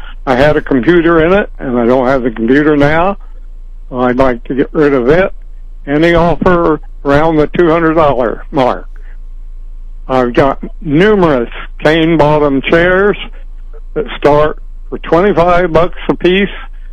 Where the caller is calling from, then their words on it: Norborne, Missouri, United States; Hello. I'm in Norburn